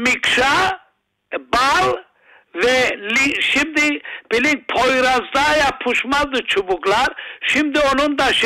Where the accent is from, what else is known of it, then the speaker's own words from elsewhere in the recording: Larnaca District, Cyprus; born there; now in Yeni Boğaziçi (Ayios Sergios), Cyprus; Ben benim köyüm eski köyüm Aytotoru Yeni Boğaziçi. Şimdi benim yeni köyüm yeni Ayasergi Yeni Boğaziçi.